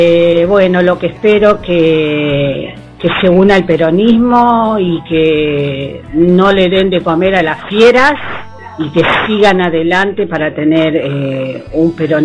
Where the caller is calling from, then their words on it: Mar del Tuyú, Buenos Aires Province, Argentina; de Mar del Tuyú.